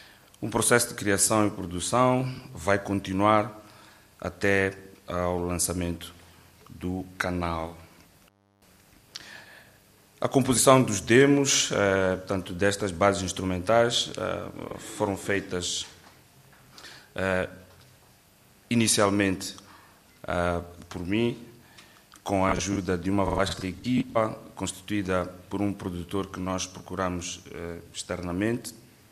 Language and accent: Portuguese; Mozambique; mas percebem cá elementos que nos identificam como moçambicanos, como africanos.